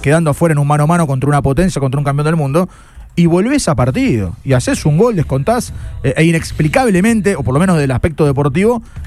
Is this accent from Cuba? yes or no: no; Argentina; como argentinos y futboleros